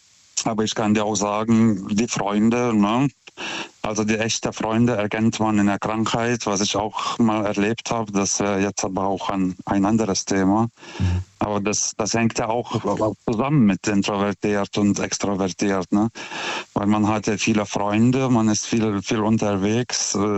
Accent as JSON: {"language": "German", "country": "Lithuania", "moved": "yes", "lives_now": "Germany", "said": "Ich komme ja ursprünglich aus Litauen. Ich bin erst 2006 nach Deutschland g"}